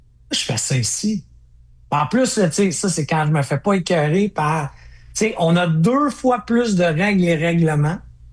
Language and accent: French; Quebec, Canada; T'sais, je suis Québécois, c'est important pour moi.